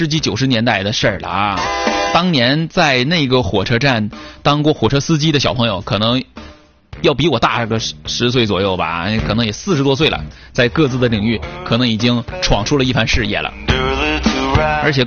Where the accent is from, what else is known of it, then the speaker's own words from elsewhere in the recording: Northeast China, China; 用咱们东北话讲瞎溜达